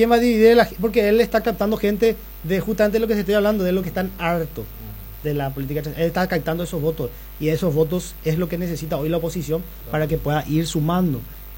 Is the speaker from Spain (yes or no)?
no; Coronel Oviedo, Caaguazú, Paraguay; Yo soy un producto de Coronel Oviedo